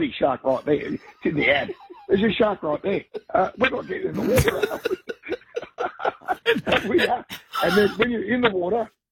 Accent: Sydney, New South Wales, Australia; I'm 63, so I grew up on Bondi Beach

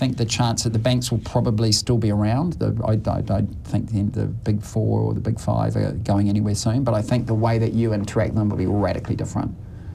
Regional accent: New Zealand; now in Australia; I'm a New Zealander, as you know, we've got a home there.

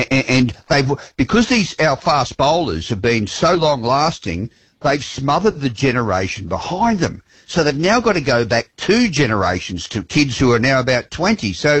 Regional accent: Australia; As much as I bleed as an Australian cricket fan, I'm luxuriating in the interest in the five-day game.

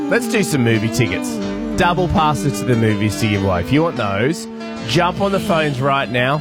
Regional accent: Australia; I love being Australian.

